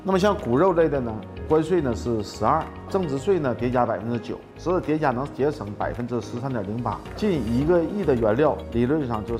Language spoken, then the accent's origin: Chinese; North China, China; now in Shanghai, China; 对，我是地道的北方人，把户口已经办到杨浦来了。